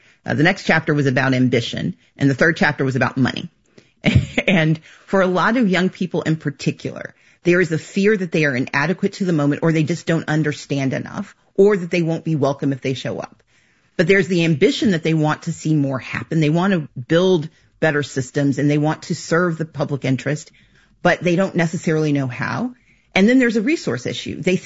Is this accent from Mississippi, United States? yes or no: yes; Mississippi, United States; also born or lived in Georgia; I'm from the Deep South. So I grew up in Mississippi, came of age in Georgia.